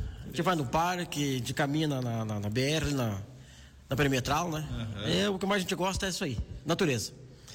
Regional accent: Arroio do Tigre, Rio Grande do Sul, Brazil; born there; also born or lived in Espumoso / Canoas / Novo Hamburgo; now in Soledade, Brazil; Eu não nasci em Arroio do Tigre, vim para isso, nasci em Arroio do Tigre, vim para Espumoso, morei 16 anos em Canoas, Novo Hamburgo, aí vim para a Soledade daí.

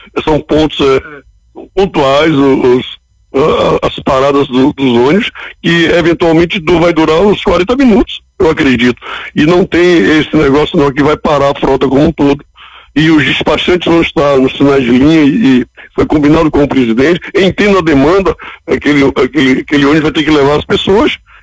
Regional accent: Brazil; Somos brasileiros, somos nacionalistas

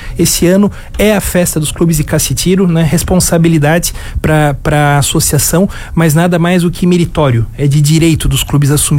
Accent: Brazil; se somos brasileiros, por óbvio, né? Mas com a nossa referência alemã, eu tenho falado da nossa brasilidade germânica.

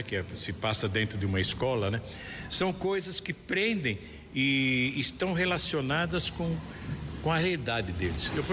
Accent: São Paulo, Brazil; Eu sou caipira lá de São Paulo, só tem concreto, nunca pesquei, né? Nem andei a cavalo.

